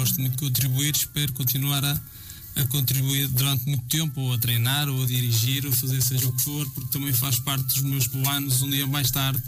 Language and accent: Portuguese; Bitarães, Porto, Portugal; vim para ajudar o Bitarães, porque é o clube da minha terra, é o clube que me faz vibrar, é as minhas raízes, e eu sou muito bairrista